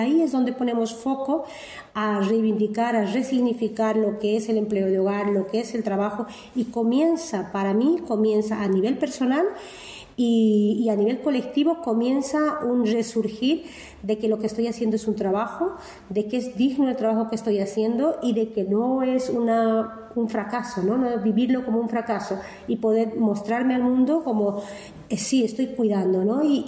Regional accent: Bolivia; moved away as an adult; haber salido de Bolivia, con dos criaturas que no habían decidido salir

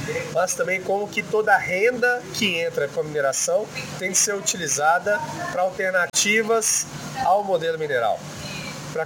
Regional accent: Minas Gerais, Brazil; Eu venho de Minas Gerais, que é a região central do Brasil

